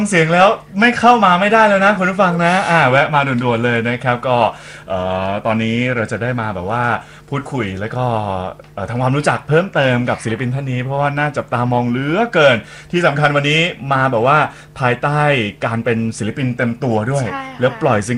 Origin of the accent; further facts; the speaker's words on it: Bangkok, Thailand; กรุงเทพพี่ก็เป็นคนกรุงเทพ